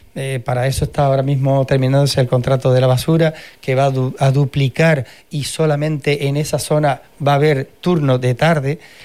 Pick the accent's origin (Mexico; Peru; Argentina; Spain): Spain; Canary Islands; Yo soy de los Alares.